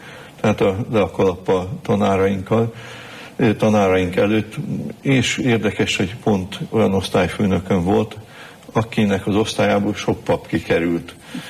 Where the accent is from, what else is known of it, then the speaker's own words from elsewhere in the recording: Jánoshalma, Bács-Kiskun, Hungary; also born or lived in Kecskemét; Hát egy falusi családban nőttem föl. Szülőfalomba születtem. Jánoshalmán akkor még volt szülőotthon. Egy egyszerű családba, ahol két dolog volt szent, a család és a hit.